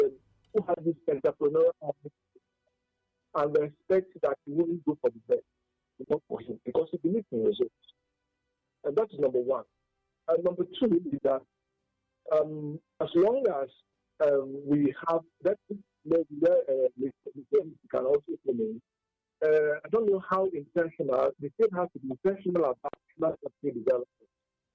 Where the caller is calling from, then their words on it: India; I'm calling from India.